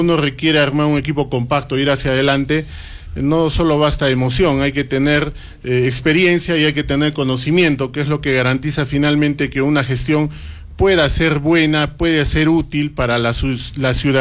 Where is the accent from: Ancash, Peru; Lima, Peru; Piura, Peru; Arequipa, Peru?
Arequipa, Peru; Sachaca; es un ciudadano que nace en Sachaca.